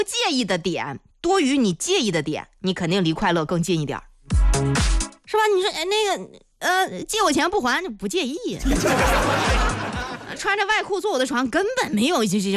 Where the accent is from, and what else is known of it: Hebei, China